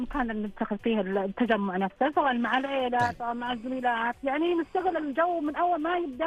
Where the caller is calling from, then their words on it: Al-Ahsa, Eastern Province, Saudi Arabia; أنا من الشرقية من الأحساء